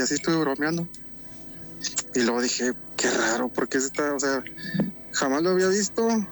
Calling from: Tamaulipas, Mexico; De acá, Tamaulipas.

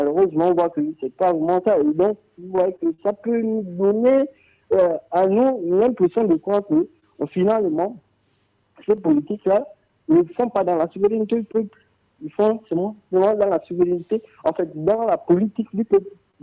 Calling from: Gabon; Je viens intervenir ce matin en tant que Gabonais, en tant que citoyen, en tant que panafricain.

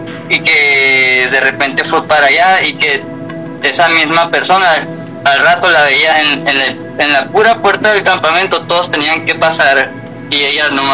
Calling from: Guaymas, Sonora, Mexico; Yo soy de Guaymas, Sonora.

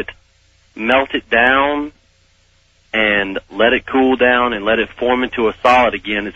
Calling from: Baton Rouge, Louisiana, United States; Baton Rouge

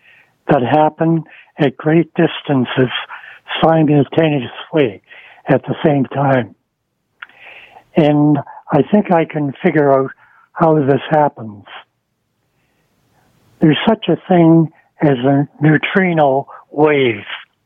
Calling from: Toronto, Ontario, Canada; I'm from Scarborough.

